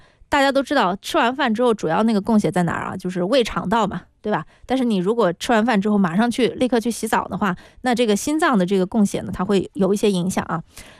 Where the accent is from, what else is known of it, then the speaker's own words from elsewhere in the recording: Guangdong, China; 咱们广东人这个应该是不太可能